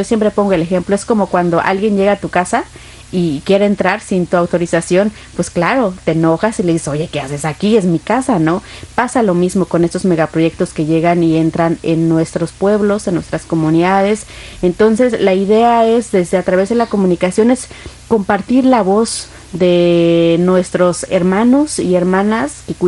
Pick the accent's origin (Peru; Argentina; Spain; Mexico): Mexico; creo que es la primera presidenta mujer que tenemos en México.